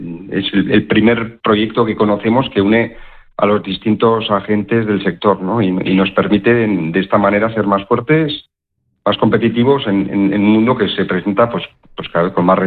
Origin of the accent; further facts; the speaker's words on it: Navarre, Spain; nosotros somos de La Valdorba y de Dujue, tanto los socios como quienes trabajamos somos de aquí, de la zona, estamos muy unidos a nuestra tierra.